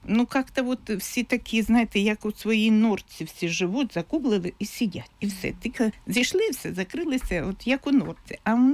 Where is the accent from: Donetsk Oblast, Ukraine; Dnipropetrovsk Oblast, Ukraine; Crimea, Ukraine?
Donetsk Oblast, Ukraine; Makiivka; moved away as an adult; also born or lived in Myrnohrad; взагалі я народилася в Макіївці. Нас в родині було троє дітей, я і два братика.